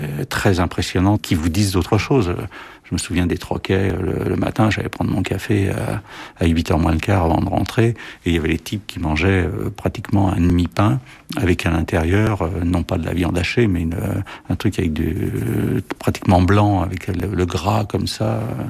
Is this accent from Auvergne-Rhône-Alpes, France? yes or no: no; Saint-Denis, Île-de-France, France; born or raised there